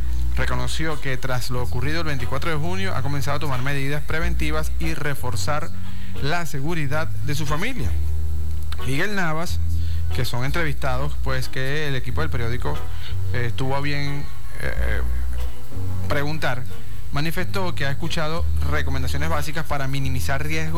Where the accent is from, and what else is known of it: Venezuela